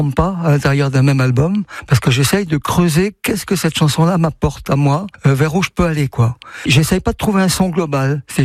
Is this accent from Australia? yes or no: no; Brittany, France; J'ai dit, mais moi je suis breton, les tempêtes ça me fait pas peur.